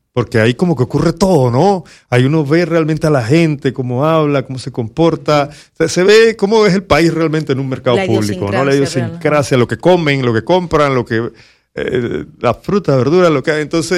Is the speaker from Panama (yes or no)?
yes; Panama; cómo vivimos esa época los panameños que todavía no éramos independientes